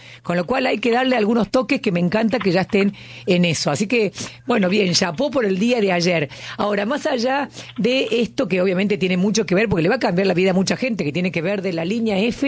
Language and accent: Spanish; Buenos Aires, Argentina; soy porteña